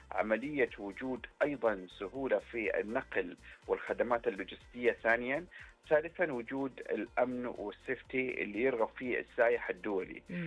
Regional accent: Saudi Arabia; عندنا في المملكة العربية السعودية

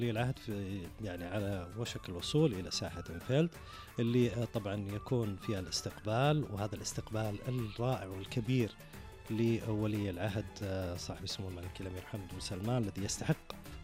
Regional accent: Saudi Arabia; بلدنا المملكة العربية السعودية.

